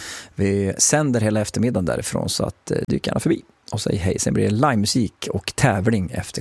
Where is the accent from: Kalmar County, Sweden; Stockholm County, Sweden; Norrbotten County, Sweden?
Norrbotten County, Sweden; Jag är ju född och uppvuxen i Norrbotten.